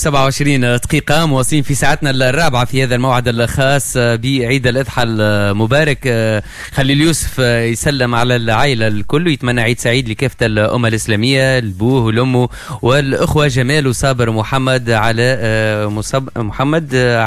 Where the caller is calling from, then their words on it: Saudi Arabia; من السعودية